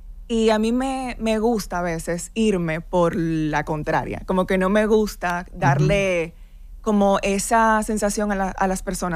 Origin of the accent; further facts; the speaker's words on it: Santo Domingo Norte, Santo Domingo, Dominican Republic; yo realmente fui criada en Villamella y en Guaricano.